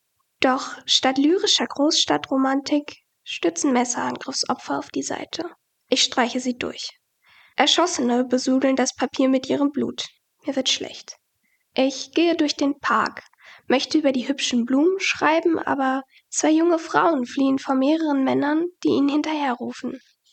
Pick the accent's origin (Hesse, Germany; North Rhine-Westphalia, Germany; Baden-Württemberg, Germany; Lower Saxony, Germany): North Rhine-Westphalia, Germany; Essen; born there; ich bin 20 Jahre alt, ich komme gebürtig aus Essen und studiere in Bochum.